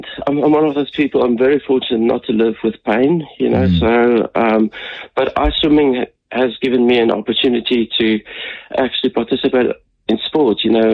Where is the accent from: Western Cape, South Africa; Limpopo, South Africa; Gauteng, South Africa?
Western Cape, South Africa; Cape Town; I'm not French, as you think. If you look at my name, I'm just a plain South African. I'm from Cape Town.